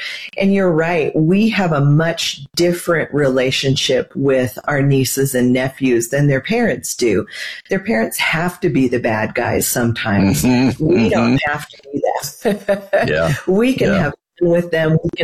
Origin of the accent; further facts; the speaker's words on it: Nebraska, United States; Well, I grew up in Nebraska, and we have no professional sports teams there.